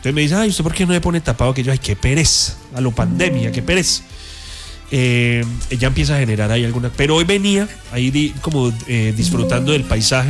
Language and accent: Spanish; Pereira, Risaralda, Colombia; born there; also born or lived in Circasia, Quindío; A los 2 añitos de nacido, mi señor padre dijo, no, nos vamos para Pereira, y aquí ya llevamos ya 43 años viviendo en esta hermosa ciudad. Pero yo me siento muy orgulloso, me siento un pereirano más, y me siento cada día después de esta tragedia más orgulloso de ser pereirano.